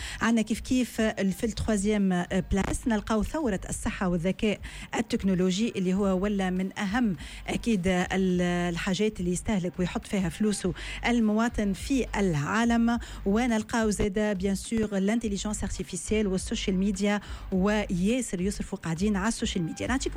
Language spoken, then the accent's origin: Arabic; Tunisia; عندنا في تونس